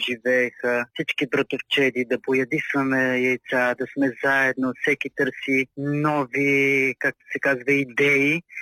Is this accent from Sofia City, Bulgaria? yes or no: no; Banya, Blagoevgrad Province, Bulgaria; моето родно село винаги има какво да разказвам, защото все пак аз съм отраснал там.